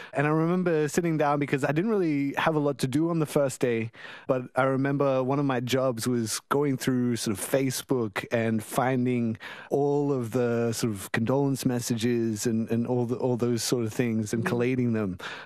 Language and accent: English; Rockhampton, Queensland, Australia; It was always sort of a part of our life growing up in Rocky.